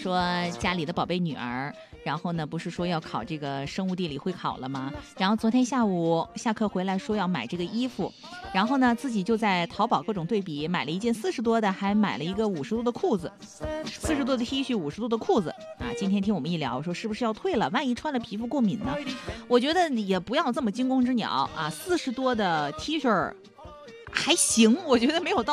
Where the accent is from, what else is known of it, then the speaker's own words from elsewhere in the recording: Hunan, China; 作为一个湖南人